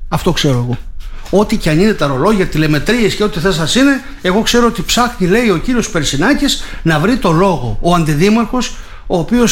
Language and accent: Greek; Greece